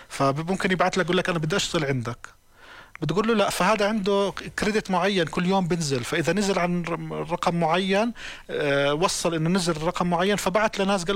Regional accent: Jordan; بجوز احنا عندنا بالأردن

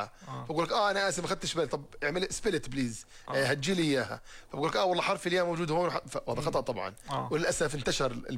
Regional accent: Jordan; عندنا بالاردن

